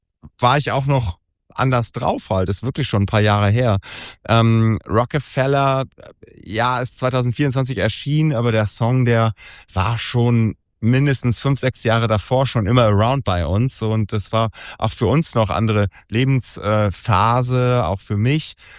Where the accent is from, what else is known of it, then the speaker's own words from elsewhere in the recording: Sylt, Schleswig-Holstein, Germany; now in Hamburg, Germany; Ich bin auf Sylt aufgewachsen, tatsächlich.